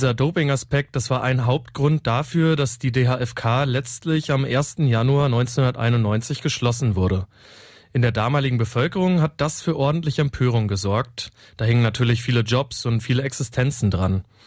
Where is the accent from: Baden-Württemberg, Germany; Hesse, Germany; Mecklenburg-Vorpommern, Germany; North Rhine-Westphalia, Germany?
Mecklenburg-Vorpommern, Germany; Stralsund; now in Leipzig, Germany; Wir sind ja beide echte Kinder des Ostens. Du kommst aus Weimar, ich komme aus Stralsund. Wir sind zwar beide nicht in Leipzig aufgewachsen